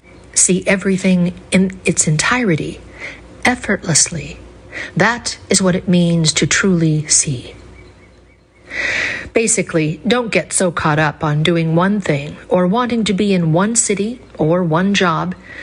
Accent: Tennessee, United States; I graduated college in 2022, and after many job rejections in my home state of Tennessee, I decided to take a leap of faith and do a volunteer service year in Minnesota with Jesuit Volunteer Corps.

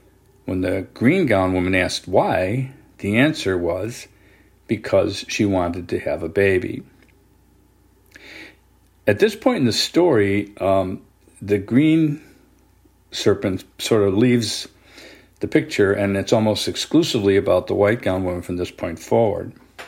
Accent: Singapore; one of those folk tales that I feel like I've always just been familiar with, growing up in Singapore, probably from cultural osmosis.

